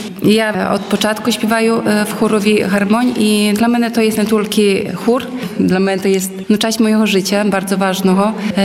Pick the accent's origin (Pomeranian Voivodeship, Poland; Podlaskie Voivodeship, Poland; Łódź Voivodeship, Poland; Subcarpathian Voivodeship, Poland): Podlaskie Voivodeship, Poland; Łosinka; now in Hajnówka, Poland; ale pochodzę z Łosinki i też jakby, no, związana no, sercem z Łosinką, tak, bo tutaj wychowała się, tutaj chodziła do szkoły, tutaj rodzice żyli